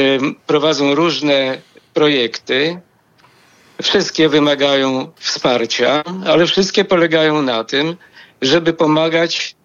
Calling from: Warsaw, Masovian Voivodeship, Poland; dzwonię z Warszawy, z Ursynowa.

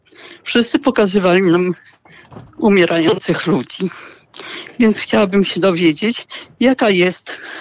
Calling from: Lublin, Lublin Voivodeship, Poland; Dzwonię z Lublina

